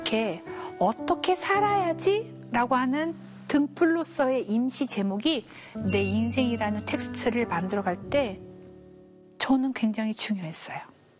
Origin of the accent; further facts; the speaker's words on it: Gongju, South Chungcheong, South Korea; born there; 저는 충남 공주에서 태어났는데, 서울 살면서 돈 많이 벌어서 엄마 주고 행복하게 사는 사람.